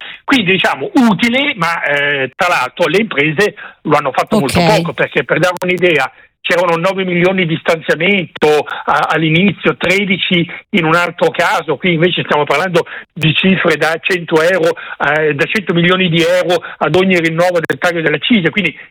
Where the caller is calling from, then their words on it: Brianza, Lombardy, Italy; io abito in Brianza, cioè la regione più ricca d'Italia, no?